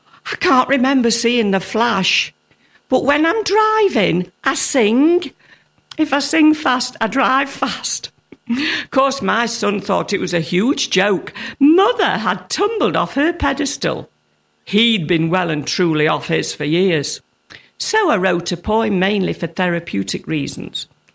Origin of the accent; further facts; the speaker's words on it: Manchester, North West England, United Kingdom; born there; I was born in Manchester, famous for the football team Manchester United.